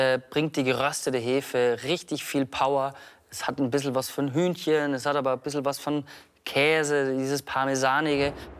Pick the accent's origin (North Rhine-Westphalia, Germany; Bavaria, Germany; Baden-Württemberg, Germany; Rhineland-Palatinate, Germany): Bavaria, Germany; Traunstein district; also born or lived in Austria; In Österreich geboren, aber im Landkreis Traunstein aufgewachsen